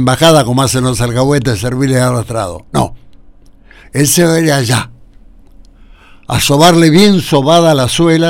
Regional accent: Argentina

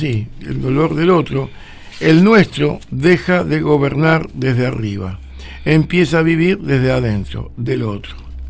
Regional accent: Argentina; pero nos siguen faltando respeto como país, como argentinos

